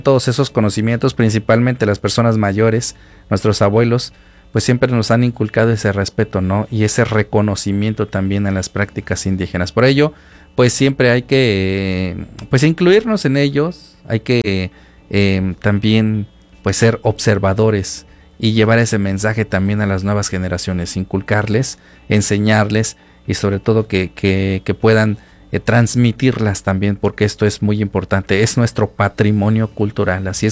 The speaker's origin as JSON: {"language": "Spanish", "country": "Mexico", "said": "como los mexicanos lo decimos coloquialmente"}